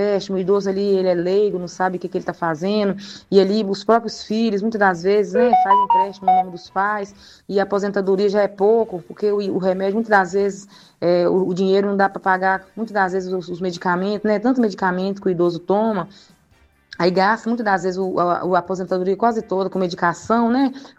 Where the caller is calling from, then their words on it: Coronel Fabriciano, Minas Gerais, Brazil; eu falo aqui de Coronel Fabriciano.